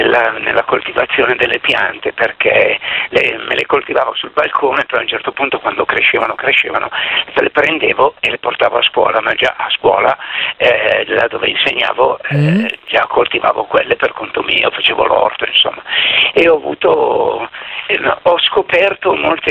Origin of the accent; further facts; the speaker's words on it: Milan, Lombardy, Italy; e io sono di Milano